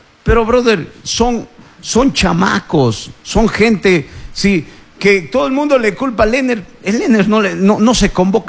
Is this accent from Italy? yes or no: no; Ecuador; Soy ecuatoriano.